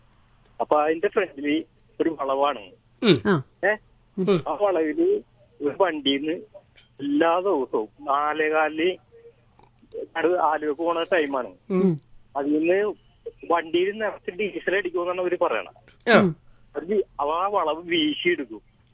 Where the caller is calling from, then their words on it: Kadungalloor, Kerala, India; Kadungallur Valanjambalam.